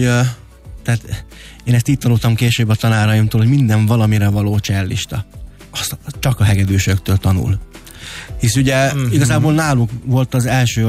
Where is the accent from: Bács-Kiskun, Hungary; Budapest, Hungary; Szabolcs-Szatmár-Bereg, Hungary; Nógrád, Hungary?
Nógrád, Hungary; Salgótarján; Ugyanis a Salgótarjánban születtem, ott jártam zeneiskolába, ott a Salgótarjáni Váci Gyula Művészeti Iskolába